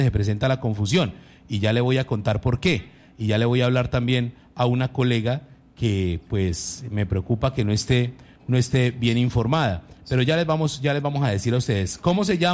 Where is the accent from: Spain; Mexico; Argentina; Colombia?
Colombia; Hoy somos colombianos